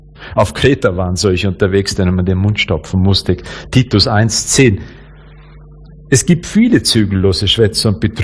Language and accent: German; Austria; Bei uns in Österreich ist natürlich die Lehre der römisch-katholischen Kirche das kulturelle Umfeld schlechthin.